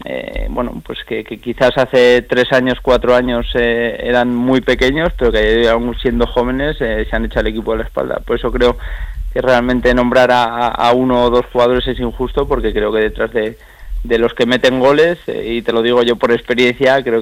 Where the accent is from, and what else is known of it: Aragon, Spain